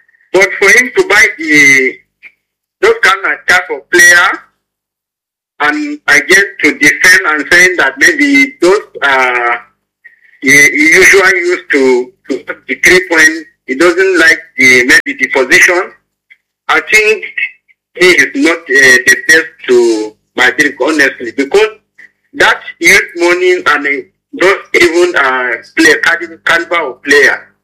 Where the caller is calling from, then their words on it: Bauchi, Nigeria; I'm calling from Bauchi.